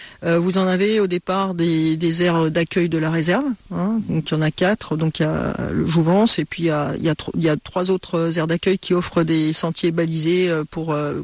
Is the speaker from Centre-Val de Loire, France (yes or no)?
no; Dijon, Bourgogne-Franche-Comté, France; chez nous à Dijon